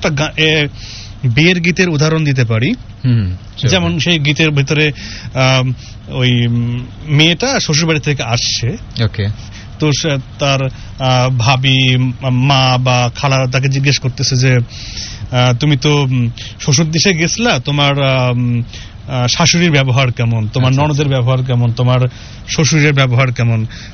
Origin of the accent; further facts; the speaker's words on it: Rajshahi Division, Bangladesh; আমি আসলে বেড়ে উঠেছি বগুড়ার একটি গ্রামে এবং সেই গ্রামে একটা সময় খুব বেশি লোকজ সংস্কৃতি ছিল।